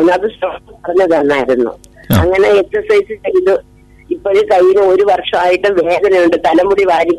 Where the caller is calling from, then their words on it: Peyad, Kerala, India; ഞാൻ പേയാട് നിന്നാണ്.